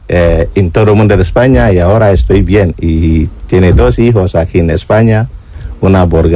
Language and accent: Spanish; Ghana; Spanish is a second language; moved away as an adult; now in Spain; soy de Ghana. Salí Ghana, Burkina, Mali, Níger y entré a Libia.